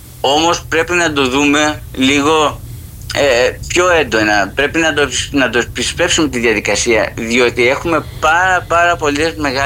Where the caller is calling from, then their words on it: Zakynthos, Ionian Islands, Greece